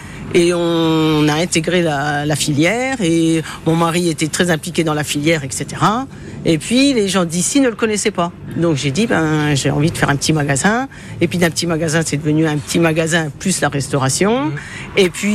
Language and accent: French; Fontenoy, France; Ah non, moi je suis de Fontenoy. Enfin, j'habitais Fontenoy juste à côté.